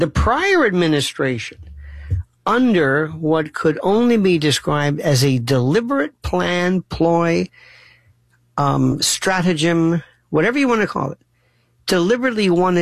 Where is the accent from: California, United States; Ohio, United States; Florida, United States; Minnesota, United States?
Florida, United States; All I know is growing up, as far as I was, and I'm originally from Florida where we had Cubans in the Mariel boat lift in the 80s.